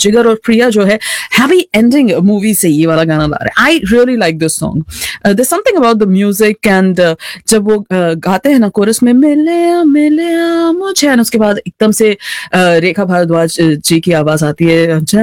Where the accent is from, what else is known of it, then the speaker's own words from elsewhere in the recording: Kanpur, Uttar Pradesh, India; मैं जहां से आती हूँ कानपुर से आती हूँ